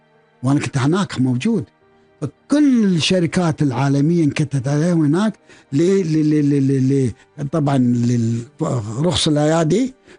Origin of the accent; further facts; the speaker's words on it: Kuwait; خلقت طبقة وسطى بالكويت وانتعشنا